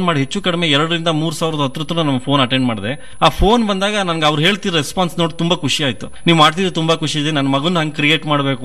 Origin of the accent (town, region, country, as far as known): Shivamogga district, Karnataka, India